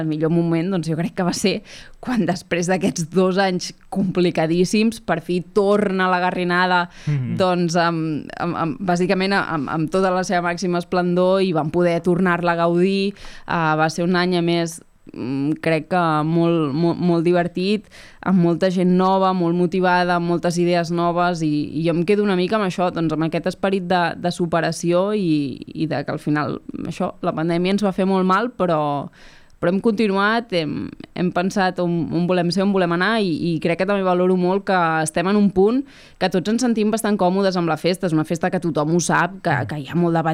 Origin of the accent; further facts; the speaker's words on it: Argentona, Catalonia, Spain; i jo sóc molt d'Argentona i per mi era una manera d'involucrar-me en el meu poble